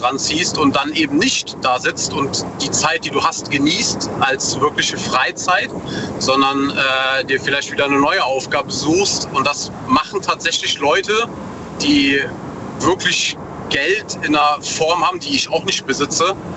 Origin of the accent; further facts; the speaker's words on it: North Rhine-Westphalia, Germany; Aus der Eifel.